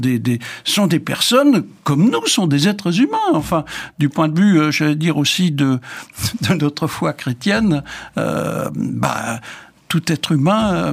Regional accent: Grand Est, France; Enfin, chez nous, en Alsacien, on appelait ça Tziguinor.

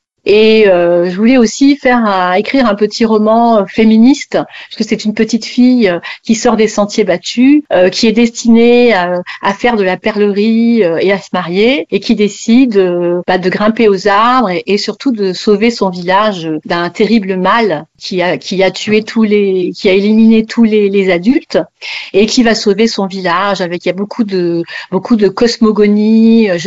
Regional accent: French Guiana; j'avais aussi beaucoup de choses à dire sur ce qui se passe chez moi en Guyane

